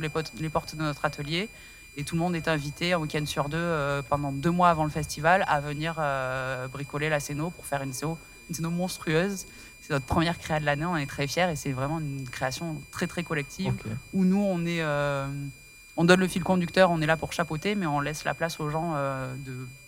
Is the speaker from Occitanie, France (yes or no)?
yes; Occitanie, France; Alors, on utilise beaucoup de bois parce qu'on est en Lozère et que, enfin, on vient de Lozère et qu'on a une scierie toute proche